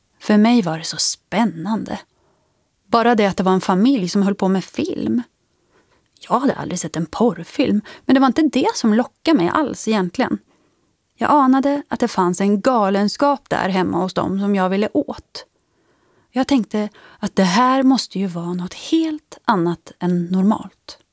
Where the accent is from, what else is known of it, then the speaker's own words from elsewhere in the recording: Katrineholm, Södermanland, Sweden; born there; Jag är född i Katrineholm som en liten fabriks- och industristad. På många sätt en typisk svensk mellanstor stad.